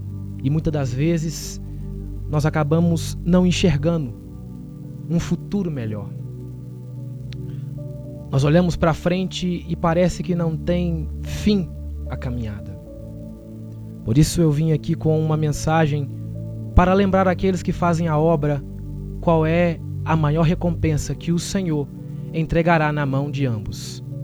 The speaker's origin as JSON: {"language": "Portuguese", "town": "Belo Horizonte", "region": "Minas Gerais", "country": "Brazil", "said": "Para quem não me conhece, eu vim de Belo Horizonte para cá, a mandado de Deus para fazer a obra"}